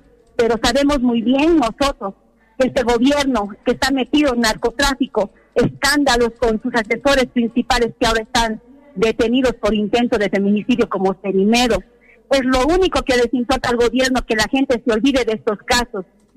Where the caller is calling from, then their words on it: La Paz, Bolivia; le estoy llamando desde el departamento de La Paz. La Hoyada La Paz